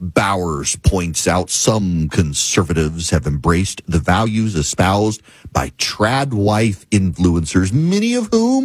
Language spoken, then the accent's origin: English; Dubai, United Arab Emirates; moved away; when I was a kid in the Middle East, because I grew up in Dubai